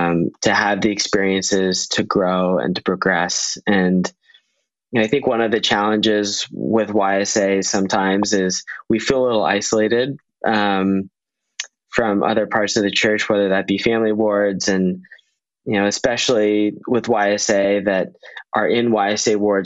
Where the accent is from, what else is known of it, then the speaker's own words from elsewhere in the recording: Virginia, United States; It is interesting, in my ward, I'm a local, I'm from Northern Virginia, but a lot of people in my ward are from all over the world